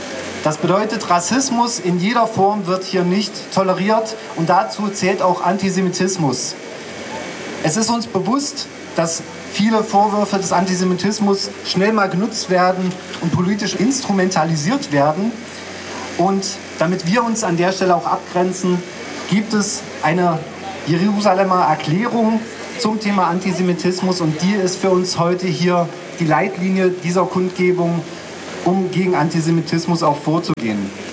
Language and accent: German; Sangerhausen, Saxony-Anhalt, Germany; Ich bin 1989 hier in Sangerhausen geboren. Das heißt, ich habe die Nachwendejahre zwischen dem Aufbruch, zwischen der Hoffnung und dem dann doch zum großen Teil Abstieg hier als Kind erlebt.